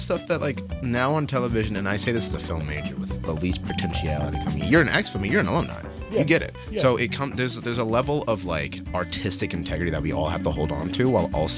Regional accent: Jersey City, New Jersey, United States; accent: North Jersey; Oh, yeah, I'm from Jersey City, New Jersey. Yeah. I'm from Jersey City, New Jersey.

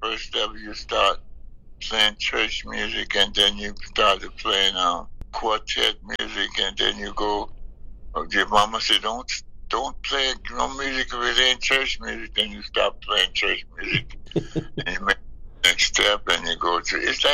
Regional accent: Pittsburgh, Pennsylvania, United States; born there; also born or lived in St. Matthews, South Carolina

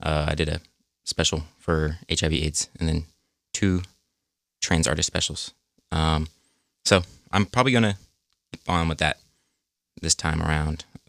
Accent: Texas, United States; now in Pennsylvania, United States; But I'm from Texas, so this is like normal for me. This gets crazy for y'all, but you know, I'm used to the heat where I'm from.

